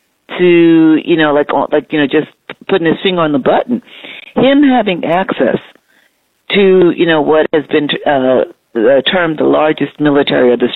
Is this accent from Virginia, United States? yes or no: no; Brooklyn, New York, United States; No, I grew up in Brooklyn. I went to Midwood High School.